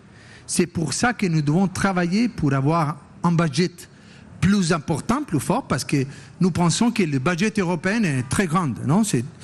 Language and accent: French; Italy; French is a second language; Je suis italien, mais je me sens aussi européenne.